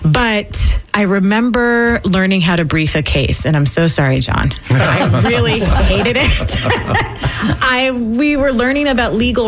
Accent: Tampa, Florida, United States; So I'm from Florida. I'm from Tampa. My mom's family is from Ybor City.

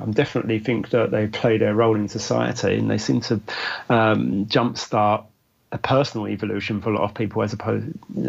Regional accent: London, United Kingdom; I grew up in London, and that's what I know. I know East London, West London, Central London, South London.

